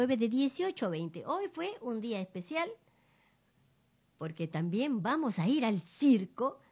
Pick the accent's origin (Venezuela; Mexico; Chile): Venezuela; now in Argentina; nosotros, los venezolanos